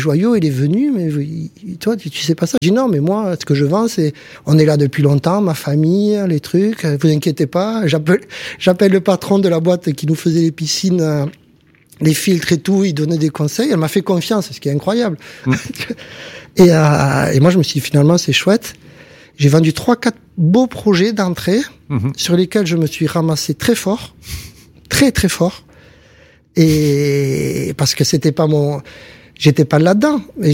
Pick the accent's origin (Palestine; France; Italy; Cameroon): France; Montpellier, Occitanie; chez nous, à Montpellier